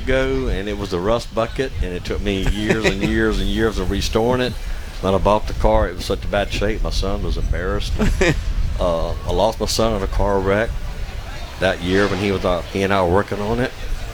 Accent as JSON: {"language": "English", "town": "Gulfport", "region": "Mississippi", "country": "United States", "tie": "born or raised there", "also_born_or_lived": "Biloxi", "said": "I'm from Biloxi, Mississippi. Born and raised in Gulfport."}